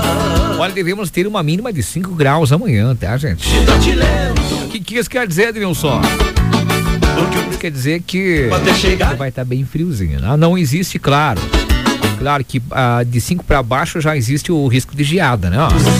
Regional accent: Rebouças, Paraná, Brazil; moved away; lá em Rebouças também. Minha terra querida.

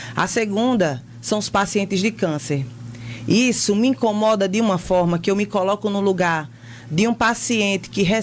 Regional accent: Arapiraca, Alagoas, Brazil; eu venho de Arapiraca

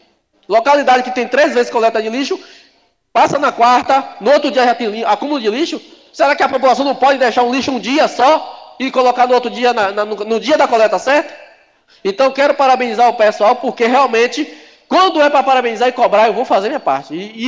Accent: Conceição do Jacuípe, Bahia, Brazil; born there; minha localidade onde eu nasci

